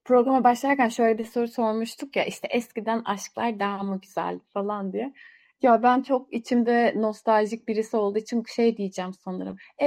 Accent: Istanbul, Turkey; Ankara övmen bir İstanbullu olarak beni çok şaşırttı.

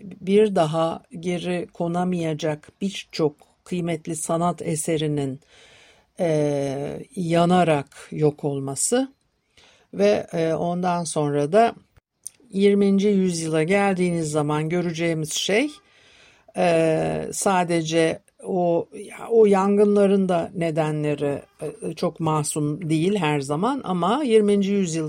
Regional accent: Istanbul, Turkey; Ben Metiler'de, Arnavutköy sırtlarında büyüdüm.

